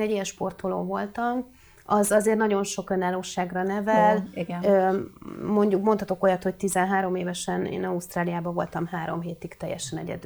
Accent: Budapest, Hungary; Én ugye budapesti vagyok, és én Budapesten jártam a külkereskedelmi főiskolára

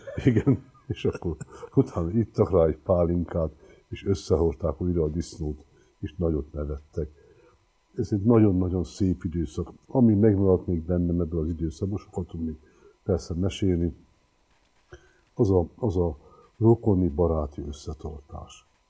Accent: Szekszárd, Tolna, Hungary; moved away; also born or lived in Pécs; valóban Szekszárdon születtem

